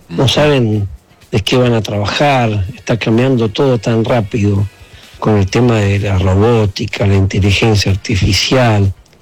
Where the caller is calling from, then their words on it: Buenos Aires, Argentina; soy … de Almagro